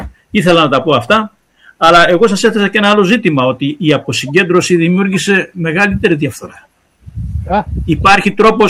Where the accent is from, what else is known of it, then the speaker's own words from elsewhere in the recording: Axioupoli, Central Macedonia, Greece; Λοιπόν, κατάγομαι από Κομόπολη, από την Αξιούπολη κατάγομαι.